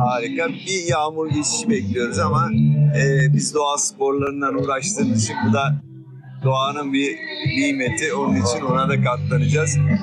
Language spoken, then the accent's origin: Turkish; Artvin, Turkey; Ya ben Artvinliyim, ben böyle bir yer bilmiyorum dedim Sayın Valim.